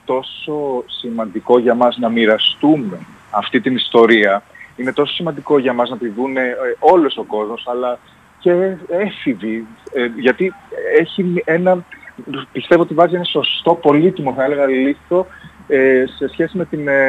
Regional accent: Thessaloniki, Central Macedonia, Greece; Όταν είμαι εδώ, στη Θεσσαλονίκη, στην πόλη μου, και βγαίνω από το θέατρο

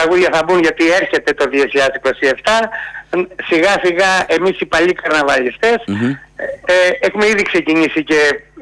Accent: Patras, Western Greece, Greece; Αγαπάω την πόλη μου. Είμαι γέννημα Θερμαπατρινός.

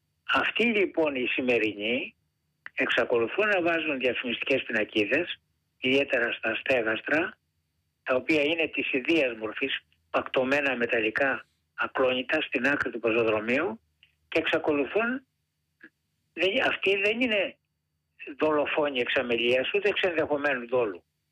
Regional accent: Gortynia, Peloponnese, Greece; την πατρίδα μου κάτω από τη Γουρτινία

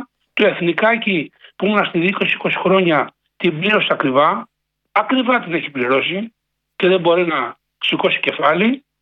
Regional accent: Nikaia, Attica, Greece; Πρώτη φορά παίρνω. … από την Νικαία.

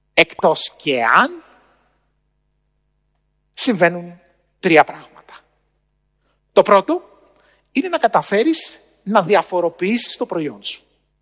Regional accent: Navariko, Western Greece, Greece; Στο χωριό μου λοιπόν, στο Αγρίνιο, εκεί που μεγάλωσα, στο Ναβαρίκο Ετωλοακαρνανίας, ένα μικρό χωριό που είναι κοντά στο Θέρμο

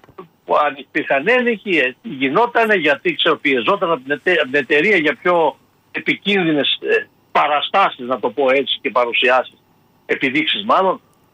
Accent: Pramanta, Epirus, Greece; είναι από το χωριό μου. Λοιπόν, από Πράμαντα Ιωαννίνων.

